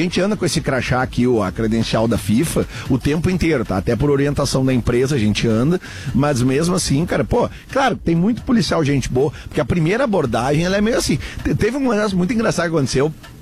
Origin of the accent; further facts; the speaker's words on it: Porto Alegre, Rio Grande do Sul, Brazil; eu sou do sul do Brasil, de Porto Alegre.